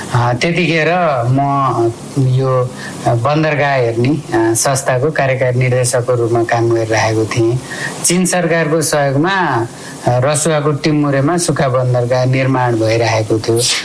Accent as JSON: {"language": "Nepali", "area": "Sindhuli district", "region": "Bagmati", "country": "Nepal", "tie": "born or raised there", "said": "मेरो गृह जिल्ला सिन्धुलीबाटै"}